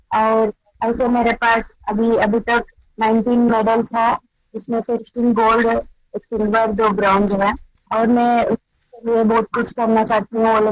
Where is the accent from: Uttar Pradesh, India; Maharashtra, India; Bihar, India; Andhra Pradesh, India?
Andhra Pradesh, India; मैं आंध्र प्रदेश से हूँ